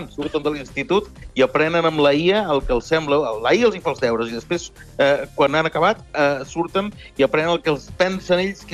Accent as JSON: {"language": "Catalan", "town": "Sabadell", "region": "Catalonia", "country": "Spain", "said": "Jo sóc de Sabadell i dilluns no hi va haver escola perquè era festa major"}